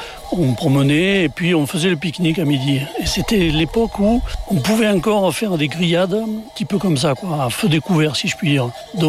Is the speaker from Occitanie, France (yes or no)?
yes; Le Vigan, Occitanie, France; D'abord, je suis du Vigan. Et quand on est du Vigan, et puis qu'on a vécu pendant des années là, qu'on y a été élevé